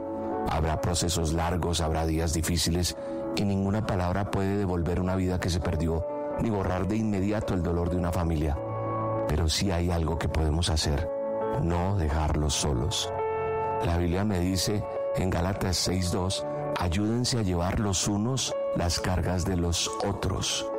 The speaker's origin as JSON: {"language": "Spanish", "country": "Colombia", "said": "somos colombianos"}